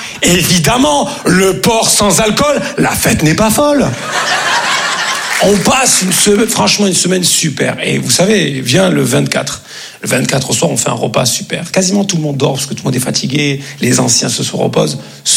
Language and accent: French; Grand Est, France; mais alhamdoulillah. Comme on dit chez nous en Lorraine.